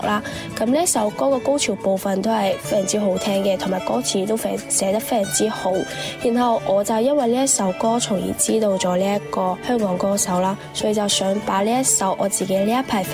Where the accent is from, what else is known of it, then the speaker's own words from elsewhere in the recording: Macau; Hello， 大家好，